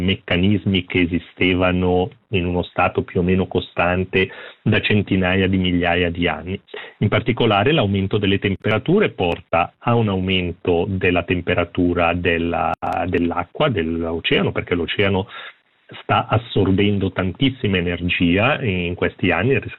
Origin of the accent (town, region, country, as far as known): Switzerland